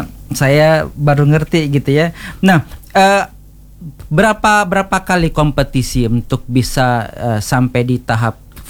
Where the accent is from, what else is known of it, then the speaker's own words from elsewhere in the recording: Bone, South Sulawesi, Indonesia; bangga saya sebagai orang Bone